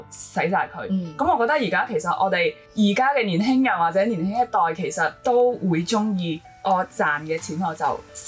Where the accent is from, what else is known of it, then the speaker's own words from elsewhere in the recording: China; 就話以前我哋中國人其實係比較即係傳統嘅咧，係中意儲錢